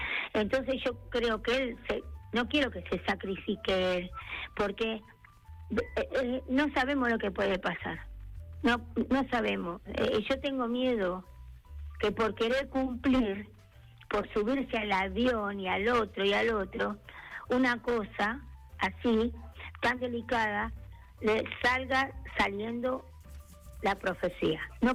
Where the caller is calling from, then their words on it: Villa Madero, Buenos Aires Province, Argentina; Estoy llamando desde Villa Madero.